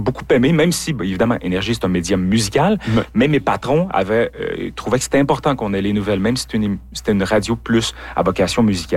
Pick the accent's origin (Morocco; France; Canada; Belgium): Canada; Salaberry-de-Valleyfield, Quebec; moved away as an adult; Campi-valencien, effectivement, moi, je suis né à Valleyfield. J'y étais jusqu'à l'âge de 17 ans